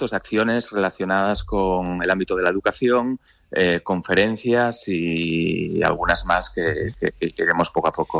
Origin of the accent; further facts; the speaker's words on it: Gijón, Asturias, Spain; porque yo al fin y al cabo soy de Gijón, que es cima de Villa